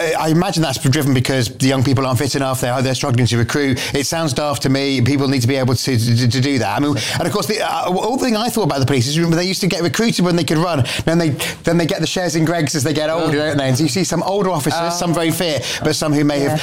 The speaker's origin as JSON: {"language": "English", "region": "North West England", "country": "United Kingdom", "said": "I'm from Greater Manchester like you, Patrick."}